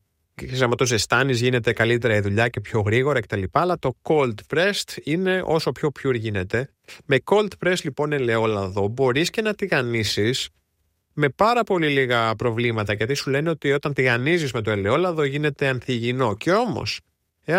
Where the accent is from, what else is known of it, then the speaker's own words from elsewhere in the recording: Greece; now in Germany; εγώ ως γανήσιος Έλλην με 50 δέντρα κάπου στη Μεσσηνία